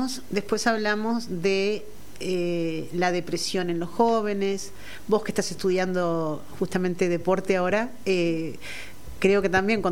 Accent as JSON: {"language": "Spanish", "country": "Uruguay", "said": "nuestra cabeza de uruguayos también es medio cuadrada"}